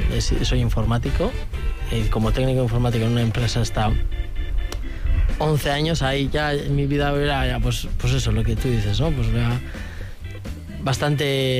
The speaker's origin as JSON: {"language": "Spanish", "town": "Ea", "region": "Basque Country", "country": "Spain", "also_born_or_lived": "Lekeitio"}